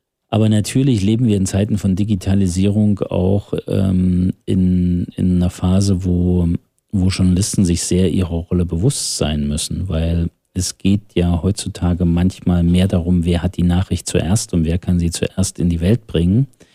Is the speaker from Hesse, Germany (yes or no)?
no; Thuringia, Germany; dass wir als Thüringer schon immer darauf angewiesen waren, dass Menschen zu uns gekommen sind